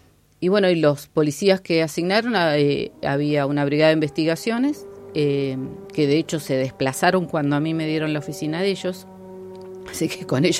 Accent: General Roca, Río Negro, Argentina; now in Cipolletti, Argentina; En General Roca, soy

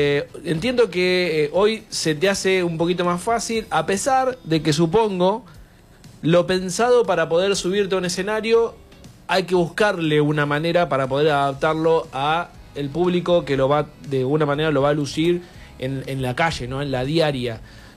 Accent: Argentina

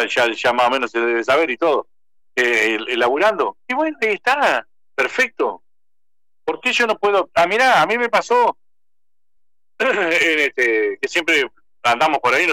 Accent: Diamante, Entre Ríos, Argentina; nosotros acá en Diamante

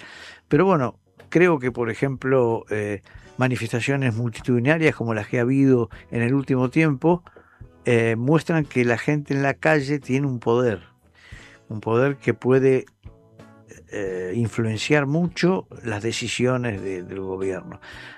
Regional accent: Argentina; moved away as an adult; now in Spain

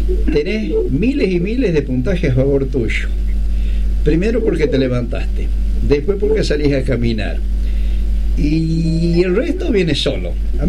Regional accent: Tucumán, Argentina; Hola, yo soy tucumano y él es santiagueño.

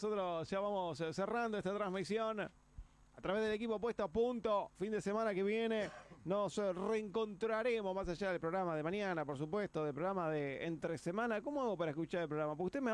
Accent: Merlo, Buenos Aires Province, Argentina; now in Marcos Paz, Argentina; soy de Merlo.

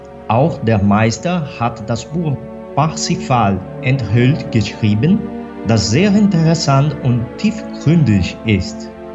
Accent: Brazil; ich bin Brasilianer.

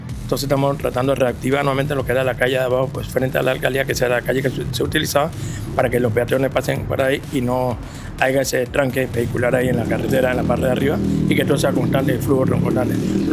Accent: Portobelo, Colón, Panama; Somos oriundos de Portobelo, nacimos, como digo, nací ahí mismo en Costa de la Iglesia

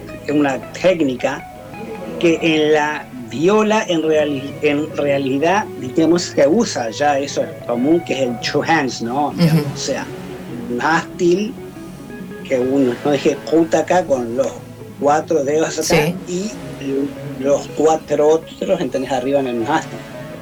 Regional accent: Argentina; also born or lived in Brazil; Sí, medio argentino, medio brasileño.

